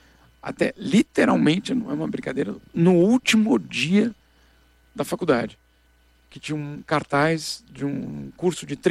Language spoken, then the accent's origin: Portuguese; Brazil; Eu sei que eu sou brasileiro. Eu só tenho passaporte brasileiro. Então eu tenho certeza que eu sou brasileiro. Mas ao mesmo tempo eu tenho certeza que ao não morar no Brasil